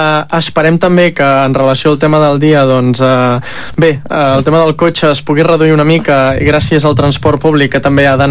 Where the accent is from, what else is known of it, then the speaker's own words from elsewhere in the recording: Calella, Catalonia, Spain; els que som de Calella